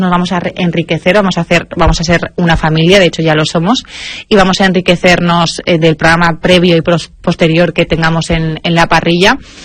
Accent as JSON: {"language": "Spanish", "town": "Seville", "region": "Andalusia", "country": "Spain", "said": "soy sevillana."}